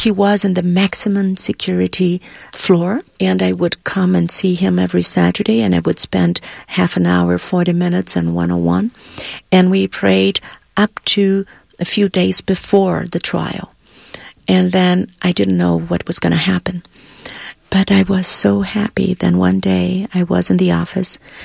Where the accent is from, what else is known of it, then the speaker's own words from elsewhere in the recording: Brazil; moved away; I came from Brazil. I had lived in other countries before, but in Brazil, we never did that.